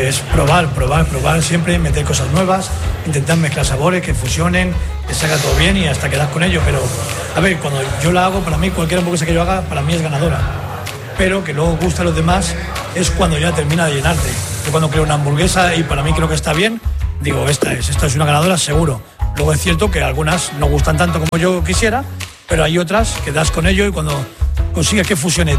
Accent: Torrejón de Ardoz, Community of Madrid, Spain; hasta que hemos llegado aquí, donde me crié, en Torrejón.

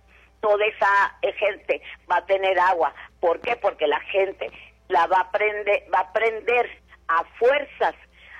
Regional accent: Chihuahua, Mexico; born there; moved away as an adult; now in Ciudad Juárez, Mexico; Soy una mujer de la tercera edad. Nací en Chihuahua. y me vine a los 18 años aquí a Juárez en 2008.

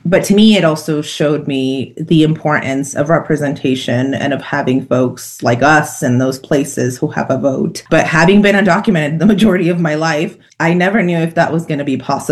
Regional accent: New Mexico, United States; now in Senate District 9, New Mexico, United States; I grew up in the North Valley and in Southside Santa Fe. But I became the first person in my family to purchase a home. And that was in Senate District 9

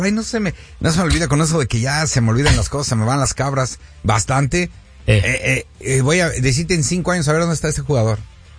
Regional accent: Mexico; born there; Yo sí soy 100% mexicano. Yo tengo sangre mexicana y nací en México.

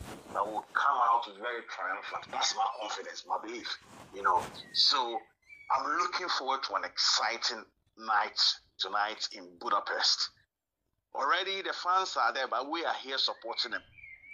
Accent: Ghana; Likewise, we as Africans, and most especially Ghana, on the day that you were born, when you mention the name, everyone in Ghana

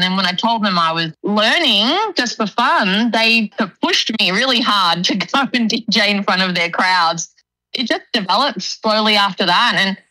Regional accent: Diamond Creek, Victoria, Australia; I grew up in Diamond Creek, which is kind of borderline the burbs to almost country. I went to school in St. Helena, so near Alfred.

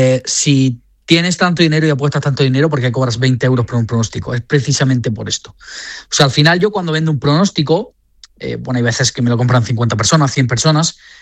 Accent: El Ejido, Andalusia, Spain; also born or lived in Granada; O sea, yo he vivido siempre en el Ejido, toda mi vida, desde los 4 años. Nací en Granada y desde los 4 años estoy viviendo en el Ejido.

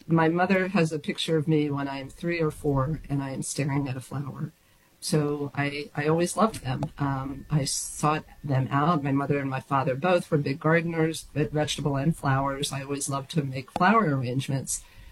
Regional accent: Brookville, Maryland, United States; I grew up about 15 minutes from where I currently live, a small town called Brookville, Maryland.

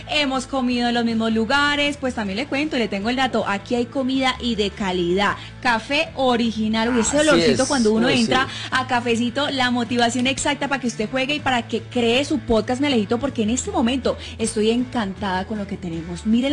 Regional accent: Cali, Valle del Cauca, Colombia; moved away; yo soy bien caleña, yo casi no juego bolirrana, nosotros jugamos sapo ya en Cali

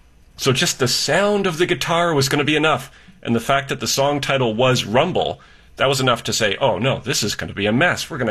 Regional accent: Orangeville, Ontario, Canada; this happened everywhere, including in my hometown of Orangeville, Ontario. Because there was a terrible and tragic double murder that happened a few blocks from my house when I was in grade 4.

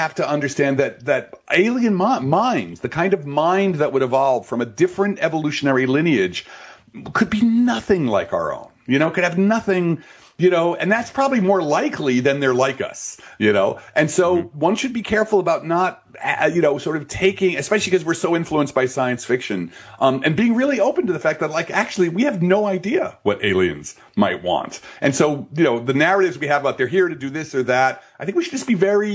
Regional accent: Belleville, New Jersey, United States; First of all, go Jersey. I'm from Jersey. I'm from like the Newark area. I'm up from Belleville.

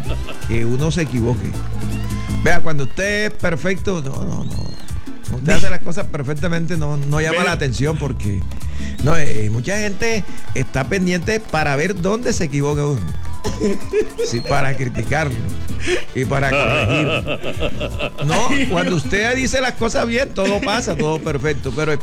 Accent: Tierralta, Córdoba, Colombia; moved away; Tierra Alta, claro que sí, mi pueblo.

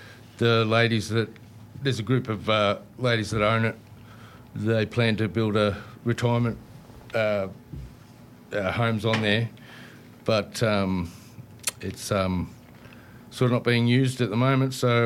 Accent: Kyabram, Victoria, Australia; No, I'm only an hour away. I'm in my hometown, Kyabram, so...

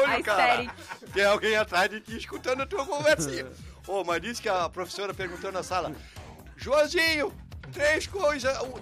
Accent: Timbó, Santa Catarina, Brazil; born there; Eu nasci lá em Timbó.

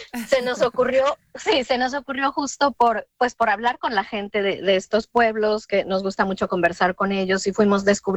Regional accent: Mexico; moved away as an adult; now in Espronceda, Spain; somos mexicanos los dos y efectivamente llegamos aquí porque la familia de Benjamín tiene sus orígenes en Espronceda, en este pueblo en el que vivimos

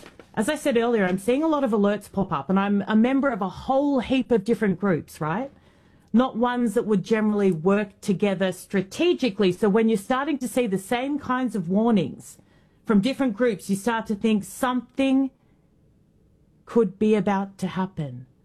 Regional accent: Australia; Yes, I'm an Aussie. I need you at the top of your game, or my country's screwed. And let's not start on what my government's doing.

